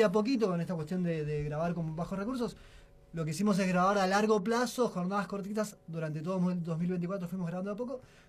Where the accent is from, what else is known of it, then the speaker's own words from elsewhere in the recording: El Bolsón, Río Negro, Argentina; Yo soy del Bolsón. Del Bolsón.